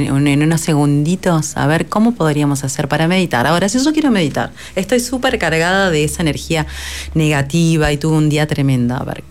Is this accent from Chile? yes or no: no; Argentina; nos pasa mucho a los argentinos, que somos muy pasionales